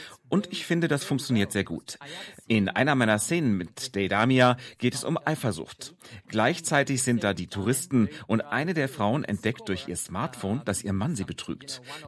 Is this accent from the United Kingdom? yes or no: no; Apulia, Italy; German is a second language; moved away; In meiner Heimat Apulien in Süditalien gab es kaum Möglichkeiten, Musik zu studieren.